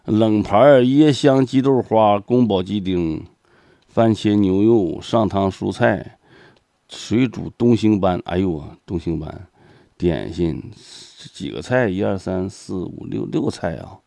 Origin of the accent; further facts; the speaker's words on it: China; 我们生于华夏啊、泱泱大国啊